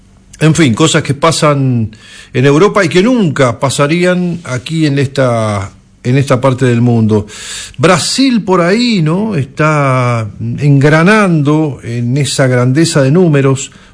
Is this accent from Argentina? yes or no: yes; Argentina